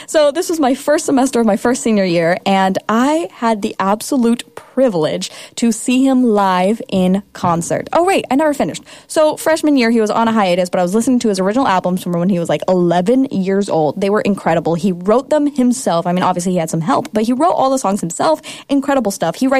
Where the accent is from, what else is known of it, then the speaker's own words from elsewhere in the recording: Kansas, United States; I'm from Kansas, so you know, it's in my blood.